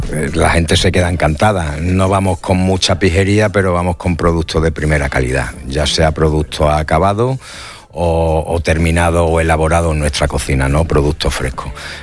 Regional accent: Extremadura, Spain; todavía se me ve el plumero y cualquiera que nos conozca o que vea lo que damos saben que soy de Extremadura

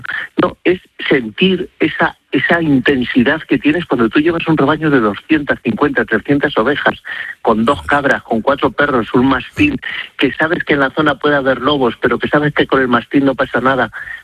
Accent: Castile and León, Spain; Si es mi tierra. que es que yo me crié tirando cantos a los del pueblo de arriba

